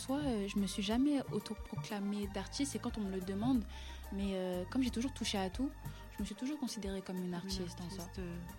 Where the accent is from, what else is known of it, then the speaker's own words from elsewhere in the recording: Île-de-France, France; Voilà, je viens du 94, je suis d'origine martiniquaise et haïtienne.